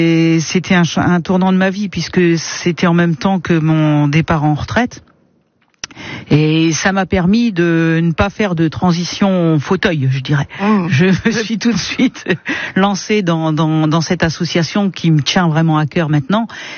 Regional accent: Hauts-de-France, France; now in Auneuil, France; je ne suis pas natif d'Auneuil. Moi, je suis natif du Nord. Je suis à Auneuil depuis 2010.

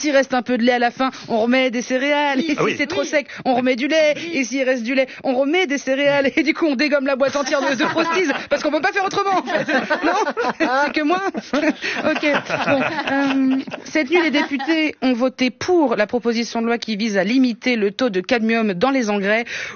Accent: Italy; Et ça, personne n'y croit que je suis italienne là.

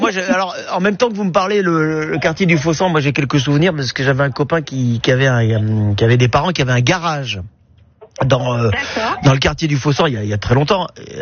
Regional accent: Menton, Provence-Alpes-Côte d'Azur, France; je suis un Mentonais

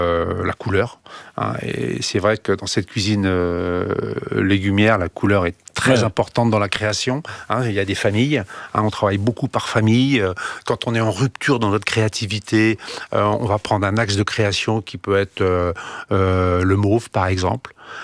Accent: Brittany, France; born there; je suis né en Bretagne

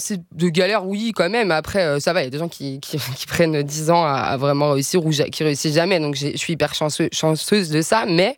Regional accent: Montigny-le-Bretonneux, Île-de-France, France; accent: Paris suburbs voice; je suis de banlieue parisienne, je viens de Saint-Quentin en Yvelines, Montigny-le-Bretonneux. Voilà, j'étais à la fois dans des jolis parcs, et à la fois il y avait les HLM à côté. Et en fait, j'ai passé une jeunesse très populaire

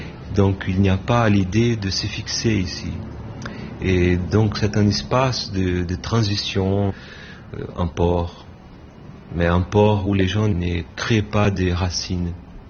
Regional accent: Manaus, Amazonas, Brazil; je déteste Manaus, mais c'est ma ville natale

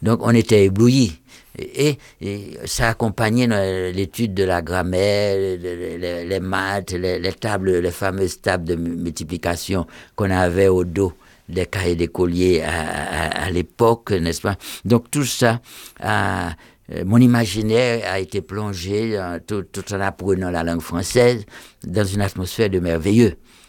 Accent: Jacmel, Sud-Est, Haiti; Et je retrouvais l'émeraude de mon enfance, du golfe, l'indigo du golfe de Jacmel. J'ai fait mes études primaires dans une école magnifique

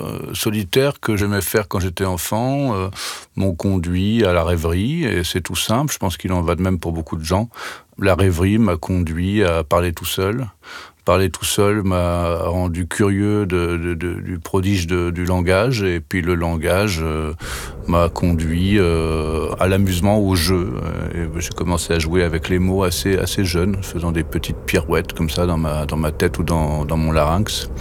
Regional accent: Brittany, France; je suis né en 70 dans le Morbihan, au bord de la mer.

